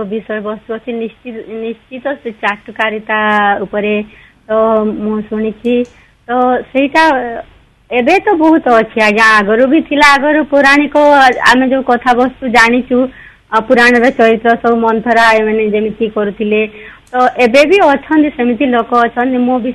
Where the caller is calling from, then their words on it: Bargarh, Odisha, India; ଆଜ୍ଞା ମୁଁ ବରଗଡ଼ରୁ